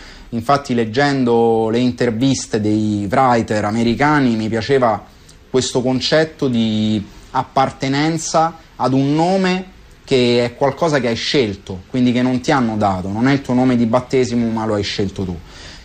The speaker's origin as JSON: {"language": "Italian", "town": "Rome", "region": "Lazio", "country": "Italy", "tie": "born or raised there", "said": "Io sono nato a Roma, sono cresciuto a Roma."}